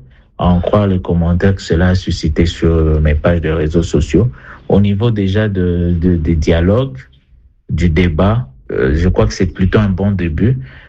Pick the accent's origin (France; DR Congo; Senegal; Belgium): DR Congo; Bukavu, South Kivu; Je suis marié, père de 4 enfants. Je suis né dans le Kivu, à l'est de la République démocratique du Congo, à Bukavu plus précisément.